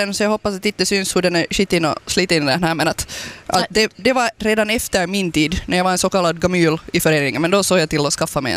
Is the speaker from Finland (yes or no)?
yes; Karis, Uusimaa, Finland; Ja, nu är ju Karisbo i första hand. Att om någon frågar efter min hemort så är det ju nog Karis. Att det är ju först när man frågar efter kommun som jag nog svarar Raseborg.